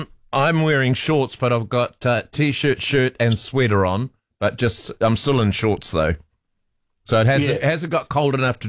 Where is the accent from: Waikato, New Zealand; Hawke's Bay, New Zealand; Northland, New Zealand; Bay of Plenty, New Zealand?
Waikato, New Zealand; now in Auckland, New Zealand; it was way cooler where I was growing up in the South Waikato. Way colder in winter